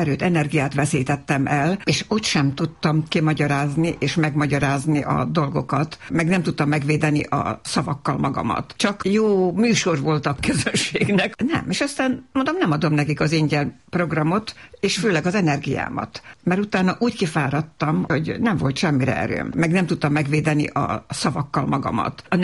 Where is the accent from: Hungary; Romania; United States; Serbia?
Serbia; Novi Sad, Vojvodina; Hát Újvidéken, a városban nőttem fel, szerb környezetben, tehát az utcán szinte ugyanabban az időben tanultam meg magyarul is, meg szerbül is, tehát ez a két nyelvűség az olyan természetes volt